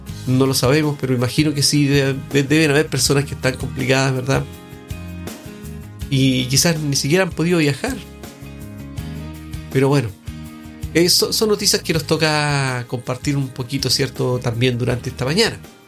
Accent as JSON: {"language": "Spanish", "country": "Chile", "said": "Como chilenos, nosotros somos un pueblo que sabemos de lo que estamos hablando."}